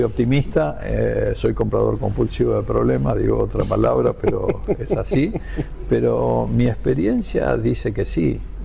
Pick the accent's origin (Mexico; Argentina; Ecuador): Argentina; yo soy totalmente optimista de la Argentina y de los argentinos